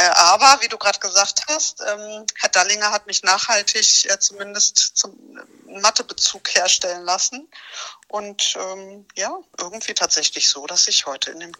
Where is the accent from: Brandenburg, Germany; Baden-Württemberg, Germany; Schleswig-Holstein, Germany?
Baden-Württemberg, Germany; accent: Kinzigtal dialect; und jetzt werde ich wegen meinem Kinzigtäler Dialekt auch noch irgendwie als Ausländerin betitelt.